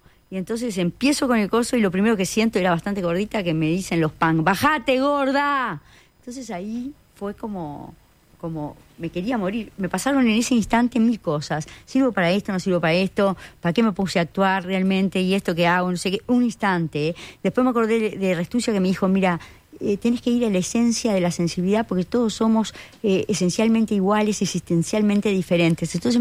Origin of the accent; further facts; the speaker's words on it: Florida, Uruguay; moved away; Yo soy de Florida